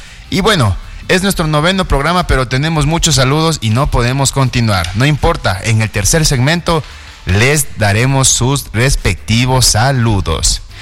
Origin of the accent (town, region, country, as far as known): Ecuador